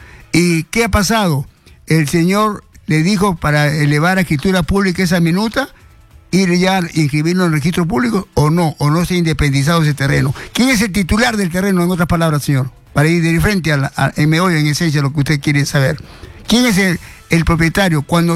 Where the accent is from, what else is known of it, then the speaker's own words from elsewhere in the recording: Chincha Alta, Ica, Peru; moved away; also born or lived in Chorrillos, Lima; en Pisco, Chincha, mi tierra.